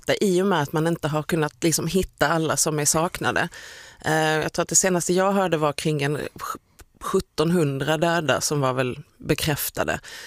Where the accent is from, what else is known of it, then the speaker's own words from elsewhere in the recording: Skåne, Sweden; jag är skåning